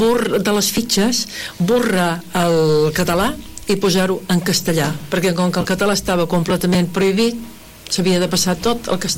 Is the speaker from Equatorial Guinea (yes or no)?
no; Guantánamo, Cuba; jo, com ja sabeu, vaig néixer a Cuba. El meu pare era un dels sitjatans que tant generaven en aquella època a Cuba. I vaig néixer a Guantánamo i el pare era el responsable d'un ingeni de sucre. I allà doncs vaig passar la primera infantesa